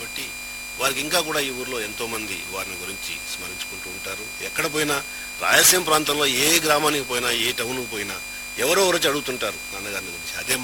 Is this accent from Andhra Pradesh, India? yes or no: yes; Anantapur, Andhra Pradesh, India; born or raised there